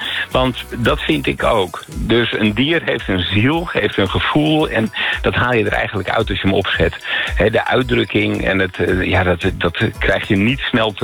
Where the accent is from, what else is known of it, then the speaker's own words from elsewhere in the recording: Amsterdam, North Holland, Netherlands; moved away as an adult; now in North Holland, Netherlands; Nou, ik kom wel uit Amsterdam. Ik woon nu in Noord-Holland